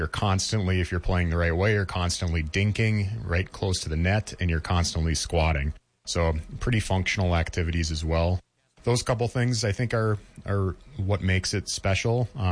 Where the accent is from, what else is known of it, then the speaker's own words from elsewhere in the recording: Minneapolis, Minnesota, United States; And I grew up in the Twin Cities and I moved north to live up here because a minute in the car is a mile down the road.